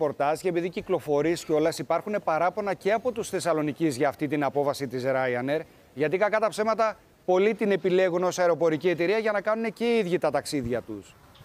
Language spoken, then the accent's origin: Greek; Northern Greece, Greece; ως Βορειοελλαδίτης